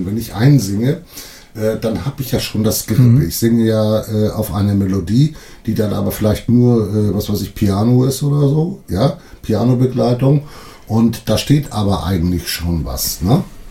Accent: Fehmarn, Schleswig-Holstein, Germany; Ich bin auf Fehmarn aufgewachsen, richtig, genau.

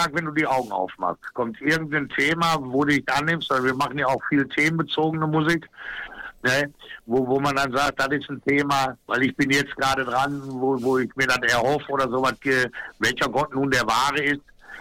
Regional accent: North Rhine-Westphalia, Germany; Wir kommen aus dem Ruhrgebiet.

